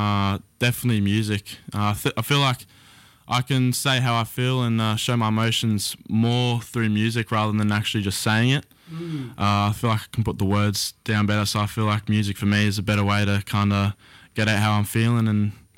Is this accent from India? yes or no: no; Brisbane, Queensland, Australia; I grew up in Brisbane, but my mob's Dungutty down south.